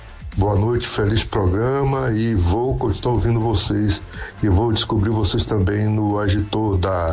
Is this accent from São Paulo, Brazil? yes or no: no; Salvador, Bahia, Brazil; now in Eunápolis, Brazil; Na verdade, eu sou de Salvador, mas desde 1986 eu moro aqui na região sul, Ilhéus, e agora estou morando em Eunápolis, enfim.